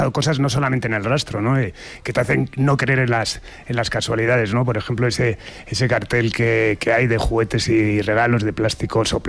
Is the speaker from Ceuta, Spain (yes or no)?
no; Madrid, Community of Madrid, Spain; yo vivía, me crié en Alonso Cano 3, en Chamberí